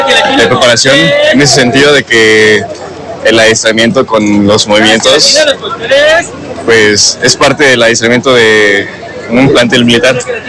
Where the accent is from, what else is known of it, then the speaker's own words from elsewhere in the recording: Puebla, Mexico; born there; desfilar portando ese uniforme y desfilar donde nací